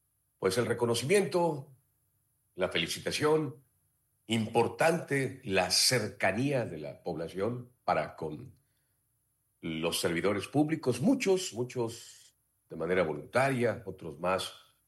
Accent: Mexico

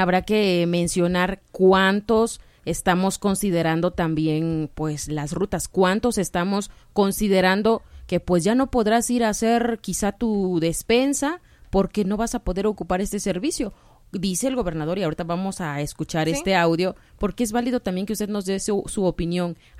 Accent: Oaxaca, Mexico; nosotros como ciudadanos oaxaqueños

